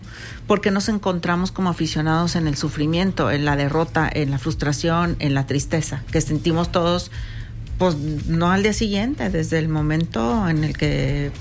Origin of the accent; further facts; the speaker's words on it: Mexico; sí me considero mexicana